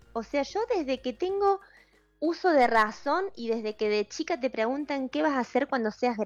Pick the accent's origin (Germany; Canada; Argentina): Argentina; Ballesteros, Córdoba; now in Santa Rosa de Calamuchita, Argentina; a mi pueblo, a mi Ballesteros querido, que echo tanto de menos.